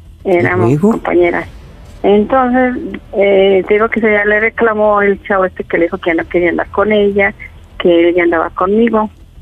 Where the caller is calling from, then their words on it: Mexico City, Mexico; Tengo 59 y soy del distrito, de aquí de México.